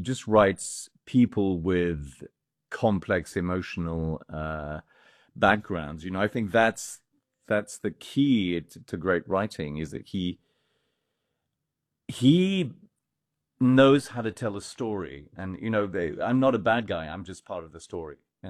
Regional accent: Scotland, United Kingdom; also born or lived in France; because I'm Scottish and French. So I'm a sort of amalgam of these, both of these cultures.

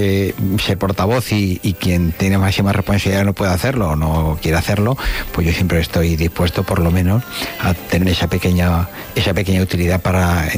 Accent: Almodóvar del Campo, Castilla-La Mancha, Spain; also born or lived in A Coruña, Galicia; now in Mallorca, Spain; yo tengo una infancia híbrida porque hasta los 5 años yo nací en Galicia, en La Coruña, y vivía en una gran ciudad muy bonita hasta los 5 años y después me trasplanté a La Mancha.

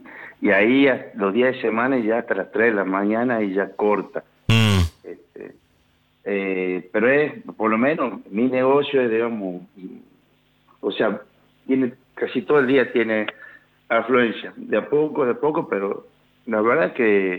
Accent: Concepción, Tucumán, Argentina; Yo soy de Concepción de Tucumán.

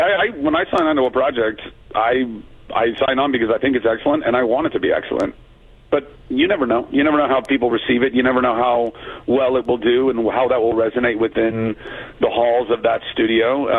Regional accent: United States; I might have been the only American actor they saw

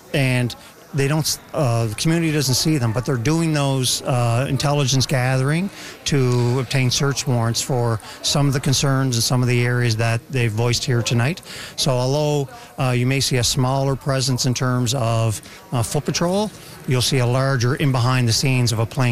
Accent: New Waterford, Nova Scotia, Canada; I grew up in New Waterford. I'm from here. I started my policing career in New Waterford.

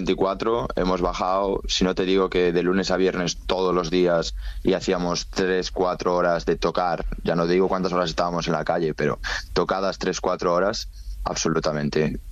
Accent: Galicia, Spain; yo, que soy de Galicia, Galiza, Baliza.

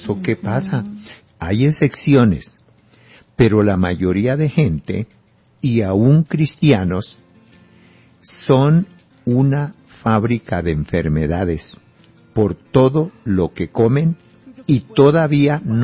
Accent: Boyacá, Colombia; en mi tierra Boyacá

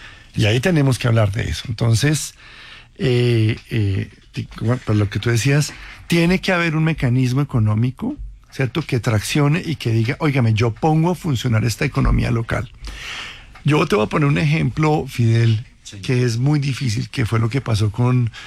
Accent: Colombia

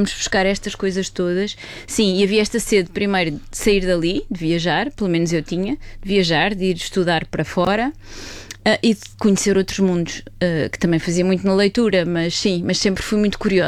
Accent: Oeste, Portugal; also born or lived in Lisbon; Onde eu cresci foi no Oeste, exatamente.

